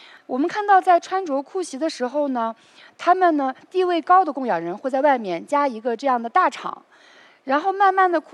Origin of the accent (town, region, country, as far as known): China